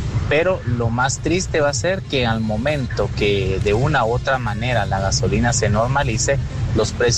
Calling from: Guatemala; como guatemaltecos nos levantemos.

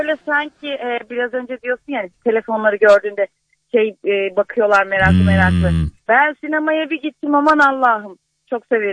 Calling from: Istanbul, Turkey

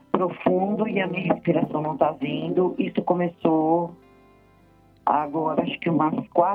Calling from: Catanduva, São Paulo, Brazil; Eu senhora... falo de Catanduva.

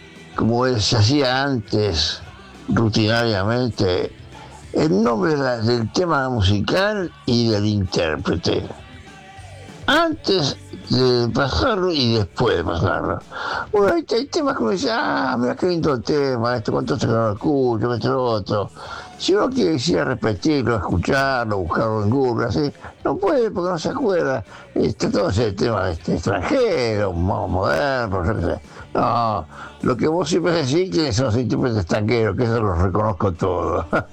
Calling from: San Luis, Argentina; de San Luis, 81 años, jubilado.

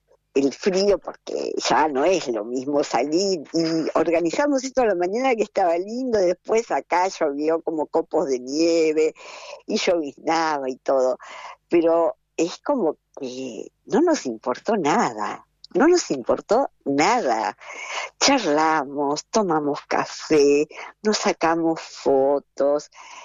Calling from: Berisso, Buenos Aires Province, Argentina; yo vivo en Berisso, no sé cuántos años, hace como 12 años que me hice mi casita

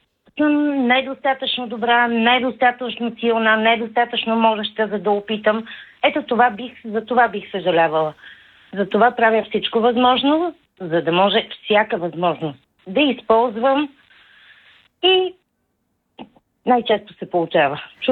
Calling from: Blagoevgrad, Blagoevgrad Province, Bulgaria; от Благоевград.

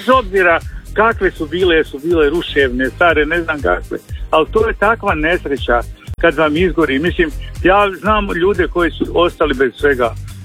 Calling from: Hrvatska Kostajnica, Sisak-Moslavina County, Croatia; ja sam iz Kostanice, znam kak je bilo u Petrinji

